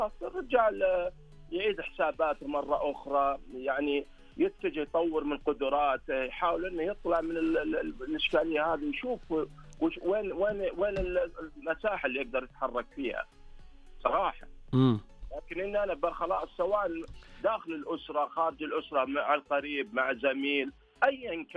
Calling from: Riyadh, Riyadh Province, Saudi Arabia

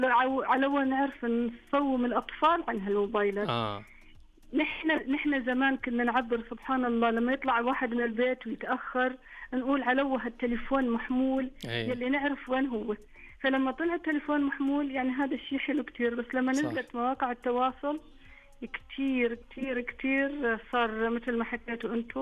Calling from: Syria

